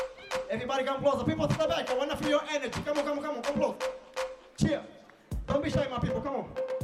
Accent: Angola; So, I am from Angola in Africa, and I am here to represent the real Kuduro.

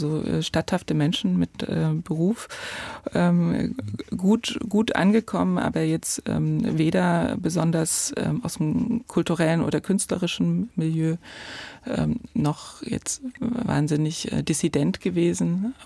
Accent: Frohburg, Saxony, Germany; moved away; Ich sage, ich komme aus der Nähe von Leipzig, in Ostdeutschland.

